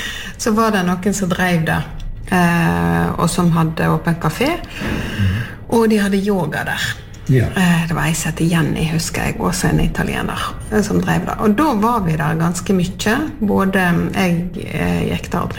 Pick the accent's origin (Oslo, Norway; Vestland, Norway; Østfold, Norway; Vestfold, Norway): Vestland, Norway; Sotra; now in Jostedal, Norway; Opprinnelig så ja. Kom jeg fra Sotra.